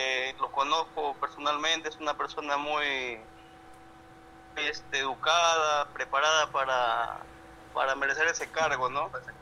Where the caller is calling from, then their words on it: Túcume, Lambayeque, Peru; Le saluda un vecino de Túcume.